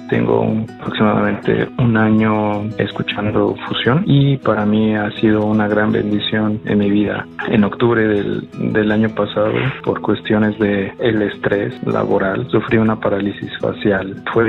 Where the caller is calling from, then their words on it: Mexico City, Mexico; yo soy de la Ciudad de México